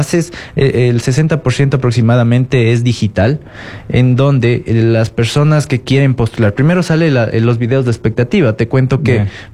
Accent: Ecuador; now in Quito, Ecuador; Espero que participen personas de aquí, de Quito.

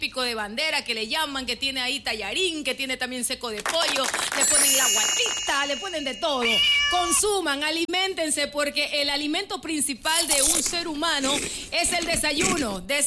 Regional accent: Guayaquil, Guayas, Ecuador; A mí me tocó como buena guayaquileña, o sea, guayaquileña de cepa

